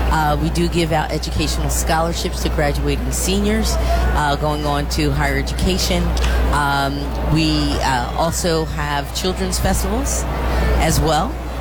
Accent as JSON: {"language": "English", "town": "Easton", "region": "Pennsylvania", "country": "United States", "tie": "born or raised there", "said": "Native of the area, born and raised in Easton."}